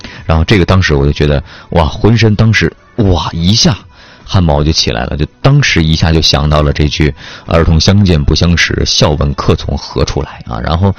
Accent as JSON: {"language": "Chinese", "town": "Changchun", "region": "Jilin", "country": "China", "tie": "born or raised there", "said": "我家是那个咱长春市本地啊，本地我是小合龙的啊，合龙镇。驾车的话也就是快一点的话就是40多分钟吧，40-50分钟啊。"}